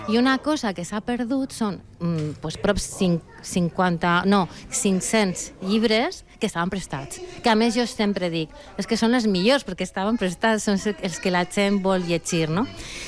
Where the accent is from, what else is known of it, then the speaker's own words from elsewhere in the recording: Zaragoza, Aragon, Spain; Catalan is a second language; Jo sóc de Zaragoza.